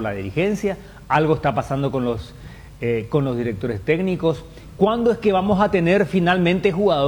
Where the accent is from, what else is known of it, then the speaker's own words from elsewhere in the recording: Paraguay; no es lo que realmente queremos como nación paraguaya